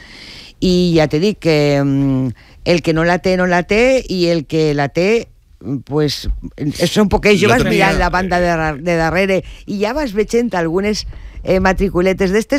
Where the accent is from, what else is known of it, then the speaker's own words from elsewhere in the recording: Valencia, Valencian Community, Spain; jo sóc de Benimaclet